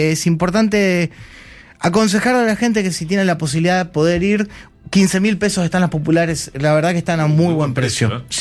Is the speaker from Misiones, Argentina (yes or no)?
yes; Posadas, Misiones, Argentina; pero nos criamos juntos en Posadas Misiones.